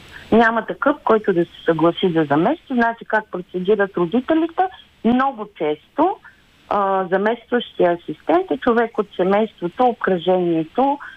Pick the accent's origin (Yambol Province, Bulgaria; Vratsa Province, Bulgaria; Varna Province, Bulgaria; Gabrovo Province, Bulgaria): Gabrovo Province, Bulgaria; Gabrovo; Да, аз съм от Габрово.